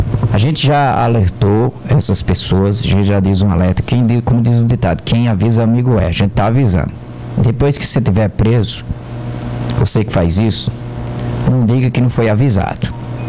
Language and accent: Portuguese; Campina Grande, Paraíba, Brazil; moved away; em Campina Grande, lá na minha terra